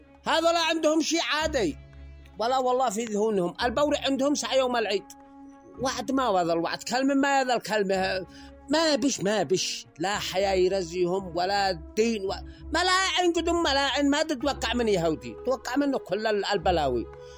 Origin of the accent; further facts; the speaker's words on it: Yemen; بالنسبة لنا احنا كشعب يمني حاضرين جاهزين مستعدين ذا الحين